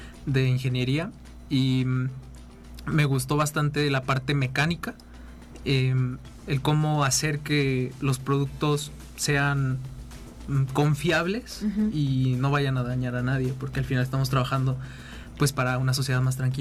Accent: San Luis Potosí, Mexico; moved away; saben que soy de San Luis, saben que estudié aquí

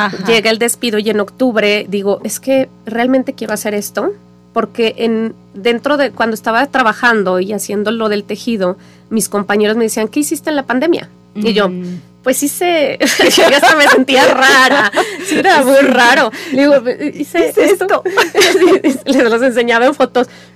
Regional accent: Mexico; en nuestras raíces como mexicanas

